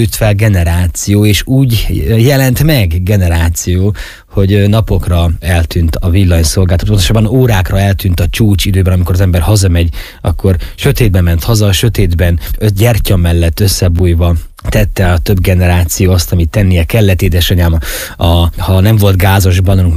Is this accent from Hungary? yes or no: no; Zakarpattia Oblast, Ukraine; nem ott szívtam magamba az élethez szükséges dolgokat, hanem itt Kárpátalján.